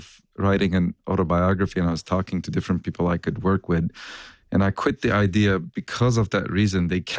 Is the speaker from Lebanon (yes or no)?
yes; Lebanon; moved away; I'm an immigrant from Lebanon of Armenian origin